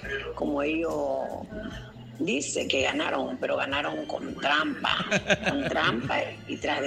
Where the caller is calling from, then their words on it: Ecuador; como buen ecuatoriano